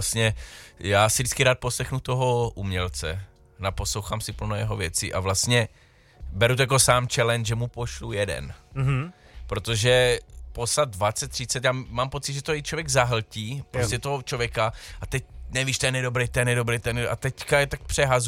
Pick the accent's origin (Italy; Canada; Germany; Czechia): Canada; also born or lived in Slovakia; Já jsem původem z Kanady, já jsem se narodil v Kanadě. Aha. Takže Kanaďan, takový mix Česko-Kanaďan, žijící nějakou dobu na Slovensku